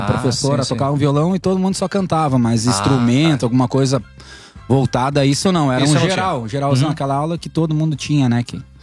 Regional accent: Santa Cruz do Sul, Rio Grande do Sul, Brazil; eu nasci em Santa Cruz do Sul, sou natural de Santa Cruz do Sul, no ano de 87, né? Igual eu tava falando minha idade agora.

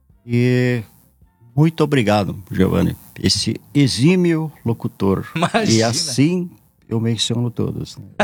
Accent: Picada Café, Rio Grande do Sul, Brazil; born there; Eu nasci em Picada Café, seria município de Ivoti, né?

